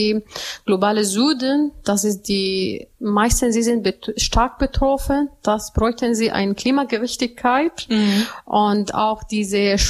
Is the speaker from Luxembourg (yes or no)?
no; Aleppo, Aleppo Governorate, Syria; German is a second language; moved away as an adult; now in Bremen, Germany; Ich komme aus Aleppo Stadt und das ist wirtschaftlich mehr als landwirtschaftlich.